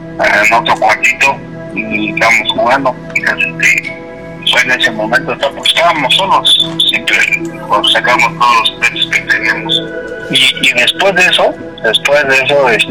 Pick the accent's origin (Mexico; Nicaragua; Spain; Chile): Mexico; Mexico City; Mi abuelito nos llevaba a las luchas aquí a la colisión, pero nosotros somos aquí de Tepito.